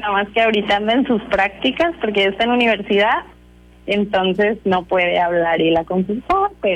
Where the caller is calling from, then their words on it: Mexico; De la Primavera